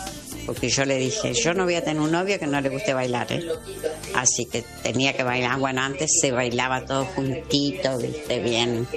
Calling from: Lomas de Zamora, Buenos Aires Province, Argentina; de Loma de Zamora.

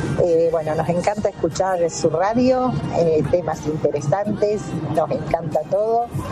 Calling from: La Pampa, Argentina; Somos de La Pampa. … viajamos con Alfredo

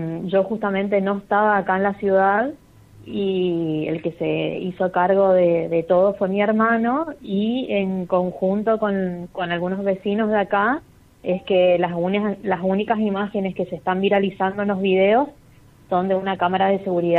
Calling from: Presidencia Roque Sáenz Peña, Chaco, Argentina; soy de Presidencia Roque Sáenz Peña

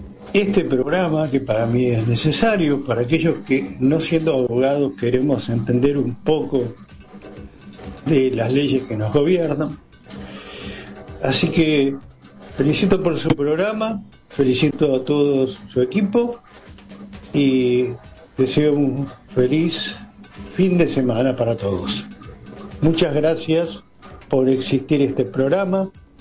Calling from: Buenos Aires, Argentina; de Parque Chacabuco.

